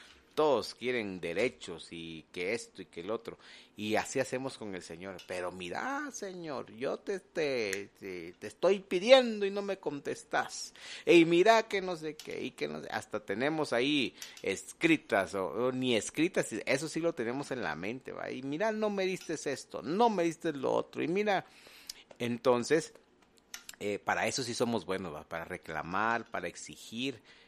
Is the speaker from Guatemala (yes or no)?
yes; Guatemala; como decimos en el buen chapín